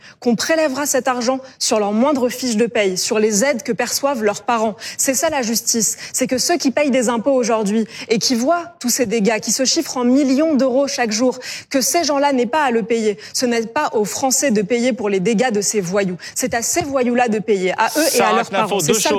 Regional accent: Île-de-France, France; Moi j'ai grandi en Seine-Saint-Denis, vous n'allez pas m'apprendre mon département

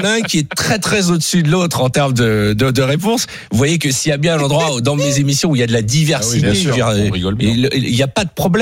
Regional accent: France; je suis français et juif

